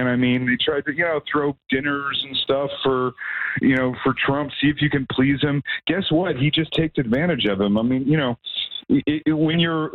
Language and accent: English; Edmonton, Alberta, Canada; moved away; I'm from Edmonton, right? I remember the winters